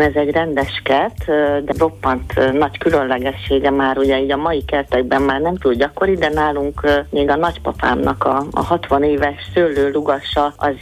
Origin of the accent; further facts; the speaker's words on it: Budapest, Hungary; Mi itt nőttünk fel a 15. kerületben, anyukám is ebben a házban lakott